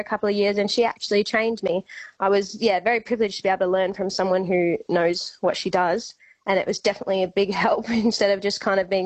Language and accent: English; Yealering, Western Australia, Australia; I grew up in Yillering, which is a really small town in the Wheatbelt.